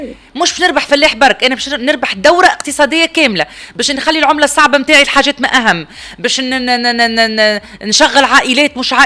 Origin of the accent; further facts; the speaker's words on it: Tunisia; احنا كدولة تونسية شنو اللي يرجع علينا؟